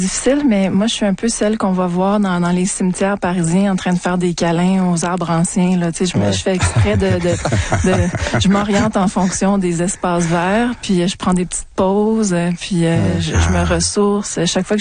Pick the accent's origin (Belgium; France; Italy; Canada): Canada; Montreal, Quebec; born there; moved away as an adult; also born or lived in Kamouraska; now in Estrie, Canada; moi, je suis une Montréalaise, donc je suis née ici.